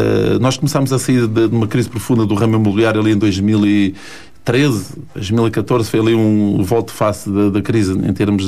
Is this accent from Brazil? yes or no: no; Mafra, Lisbon, Portugal; also born or lived in Torres Vedras; eu sou natural do Barril, que é do concelho de Mafra, fica a cerca de 15 a 6 quilómetros daqui.